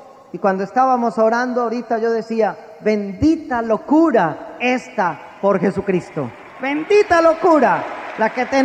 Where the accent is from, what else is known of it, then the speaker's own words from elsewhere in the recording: Medellín, Antioquia, Colombia; moved away; Vengo de la ciudad donde está el cartel de Medellín